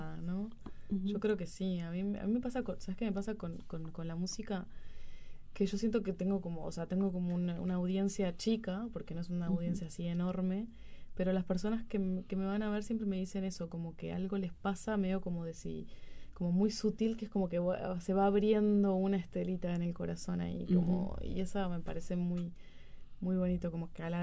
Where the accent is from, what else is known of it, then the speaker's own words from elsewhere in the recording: Maldonado, Uruguay; yo soy de Maldonado, como que venía a Montevideo siempre